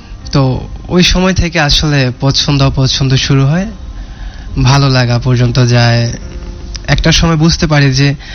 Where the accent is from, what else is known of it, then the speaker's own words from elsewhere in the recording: Chauddagram, Chittagong Division, Bangladesh; also born or lived in Qatar; আমার জন্ম হচ্ছে কুমিল্লা চৌদ্দগ্রামে। আমি বড় হয়েছি গ্রামে, আমার এসএসসি এসএসসি কমপ্লিট করা হয়েছে গ্রামে, তারপরে অ্যাব্রোডে যাওয়া, তারপরে অ্যাব্রোড থেকে আসা।